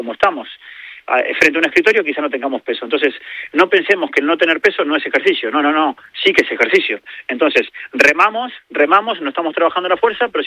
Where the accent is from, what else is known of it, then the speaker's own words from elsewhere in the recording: Spain; moved away; pero yo hace nada vine de España y hace 25 años